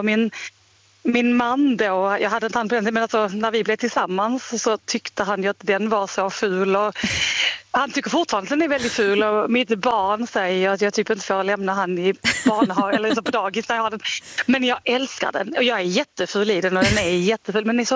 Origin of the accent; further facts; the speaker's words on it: Skåne, Sweden; now in Oslo, Norway; Eller, ja, alltså jag bor i Oslo, ja. Även om jag är från Skåne.